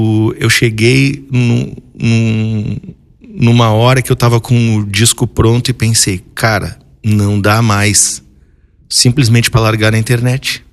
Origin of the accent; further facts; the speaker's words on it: Bagé, Rio Grande do Sul, Brazil; now in Rio Grande, Brazil; Sobre Bagé um pouco, que é a minha terra natal.